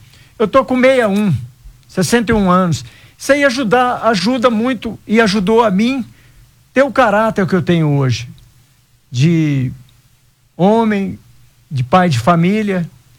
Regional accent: Goiânia, Goiás, Brazil; also born or lived in Araguari, Minas Gerais; eu saí de Araguari com 4 anos. Eu não tive uma infância em Araguari, propriamente, não. Meu pai veio para Goiânia, ele morava ali do lado do Parque do Botafogo, do lado do Mutirama, de um lado, Vila Nova do outro.

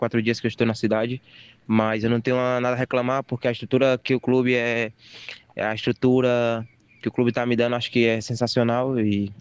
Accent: Northeast Region, Brazil; also born or lived in Spain; Como acho que eu passei 4 anos ali na Espanha, eu acho que eu já me adaptei um pouco, né? Sou do Nordeste, ele é acostumado com o calor

